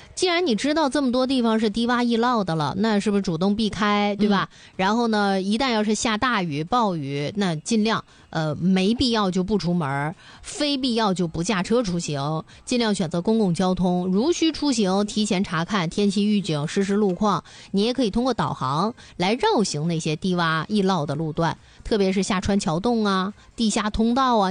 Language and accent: Chinese; Dalian, Liaoning, China; 咱们大连人自己的 APP 啊